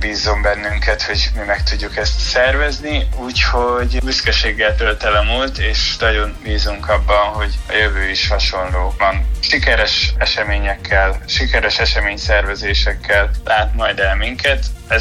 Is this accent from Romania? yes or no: no; Debrecen, Hajdú-Bihar, Hungary; én nyilván tőzsikeres debreceniként elfogult vagyok